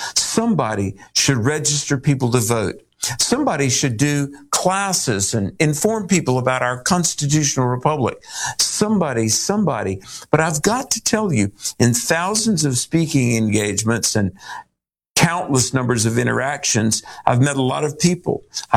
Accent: North Carolina, United States; my home state of North Carolina, right in the Piedmont, Archdale, High Point, the big furniture city

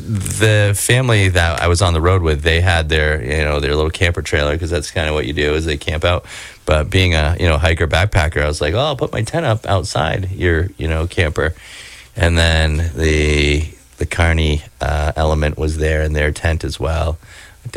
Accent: Topsham, Maine, United States; I grew up in Topsom.

